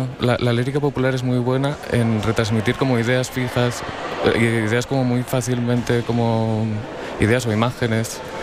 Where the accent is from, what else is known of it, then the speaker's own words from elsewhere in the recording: Asturias, Spain; cerca de mi pueblo, en Asturias, en el occidente de Asturias, en Castropol.